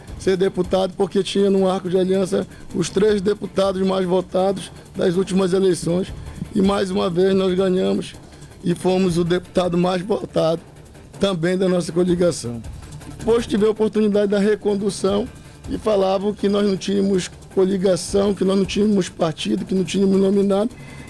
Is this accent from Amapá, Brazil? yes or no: yes; Amapá, Brazil